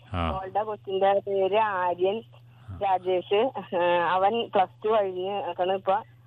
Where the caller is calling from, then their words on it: Kadungalloor, Kerala, India; ഞാൻ ആലുവ കടുങ്ങല്ലൂരിൽ നിന്നാണ്.